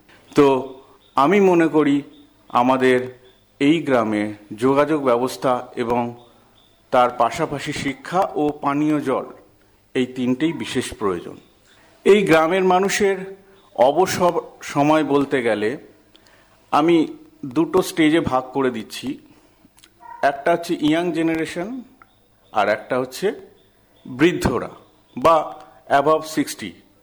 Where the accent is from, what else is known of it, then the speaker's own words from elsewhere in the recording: Howrah district, West Bengal, India; হাওড়া জেলার নলপুর পঞ্চায়েতের অধীন দাঁতপুর গ্রামের বাসিন্দা। ছোটবেলা থেকেই এই গ্রামেই আমার বেড়ে ওঠা, স্কুল কলেজ সব এখান থেকেই, কিন্তু আমার কলেজটি ছিল একটু দূরে